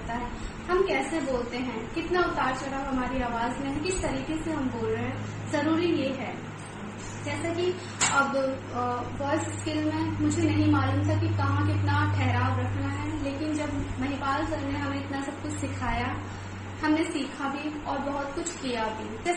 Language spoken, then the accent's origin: Hindi; Delhi, India; और मैं दिल्ली से हूँ।